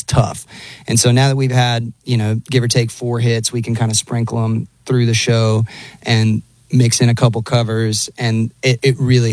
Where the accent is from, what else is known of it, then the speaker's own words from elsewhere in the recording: Texas, United States; Growing up in Texas, it's kind of in your bones.